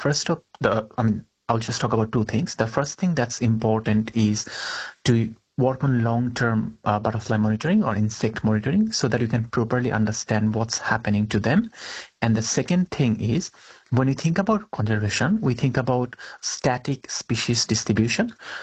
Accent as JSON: {"language": "English", "town": "Dhaka", "region": "Dhaka Division", "country": "Bangladesh", "second_language": "English", "moved": "as an adult", "said": "So I'm originally from Bangladesh, and like when I was doing my undergrad, there were like a lot of green space"}